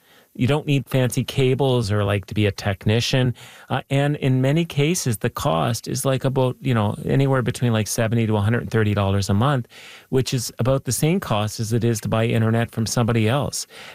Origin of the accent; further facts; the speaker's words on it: Nova Scotia, Canada; now in Toronto, Canada; I live now in Toronto, and I mean, there's hardly any Starlink service here in the city, but, you know, I'm from Nova Scotia